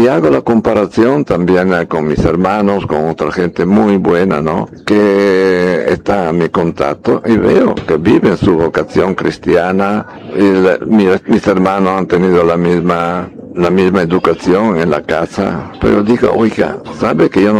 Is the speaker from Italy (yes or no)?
yes; Italy; moved away as an adult; also born or lived in Santa Cruz, Bolivia / La Paz, Bolivia; now in Montero, Bolivia; soy italiano, entonces ejercí mi ministerio allá, especialmente en parroquias, oratorios, hasta que vine aquí a Bolivia, San Carlos, Sagrado Corazón, Yapacaní.